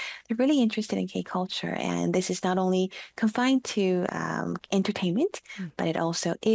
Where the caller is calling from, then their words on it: Amsterdam, North Holland, Netherlands; Also here, I'm joining you via in Amsterdam in the Netherlands.